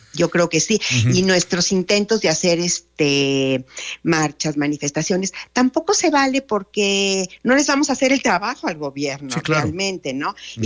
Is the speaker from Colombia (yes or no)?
no; Mexico; Y me siento como mexicana tan impotente.